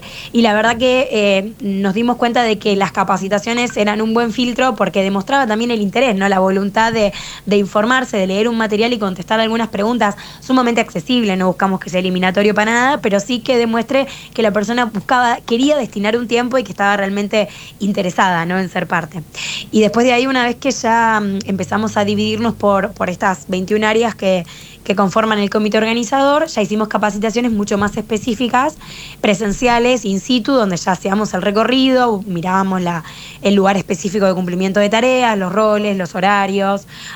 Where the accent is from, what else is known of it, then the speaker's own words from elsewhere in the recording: Rosario, Santa Fe, Argentina; Yo soy santafesina de la ciudad de Rosario